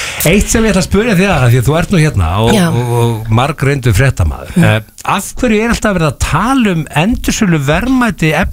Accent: Egilsstaðir, Eastern Region, Iceland; þegar ég úlst upp á Egilsstöðum

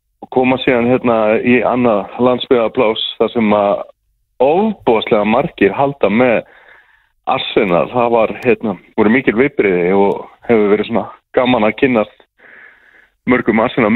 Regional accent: Neskaupstaður, Eastern Region, Iceland; now in Vestmannaeyjar, Iceland; ég er fættur uppalinn í Neskaupstað

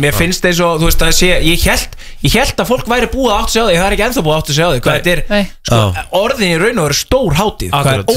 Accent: Keflavík, Southern Peninsula, Iceland; moved away; Ég er fæddur og uppalinn í Sönni Kef.

